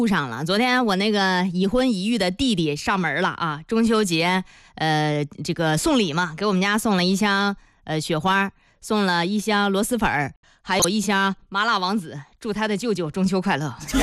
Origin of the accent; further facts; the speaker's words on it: Zhengding, Hebei, China; accent: Zhengding dialect; 因为大家知道我的老家是在正定，